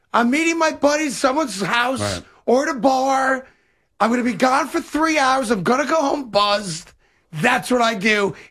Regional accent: United States; because I'm an American

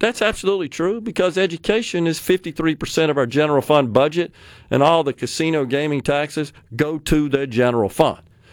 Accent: Jackson, Mississippi, United States; West Jackson over there to where I grew up on Northside Drive, kind of sandwiched between Bowling Street and Watkins

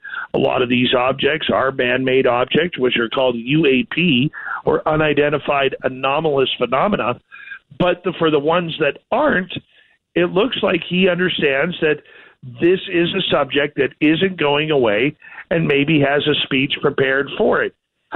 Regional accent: Canada; I have to say that because I'm Canadian

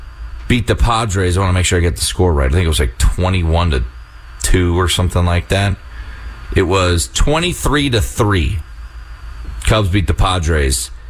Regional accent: East Coast, United States; But I'm also from the East Coast.

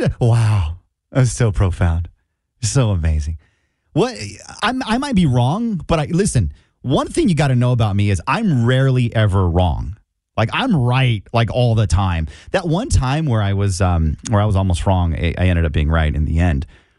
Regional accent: Fresno, California, United States; moved away; I'm originally from Fresno, Fresno, California, Central California.

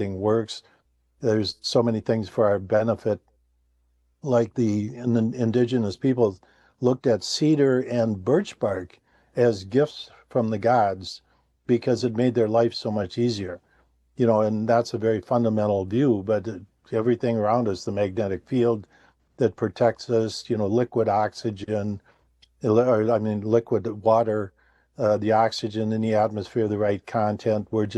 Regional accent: Ireland; And I'm personally a Christian. I'm Irish, grew up a Catholic.

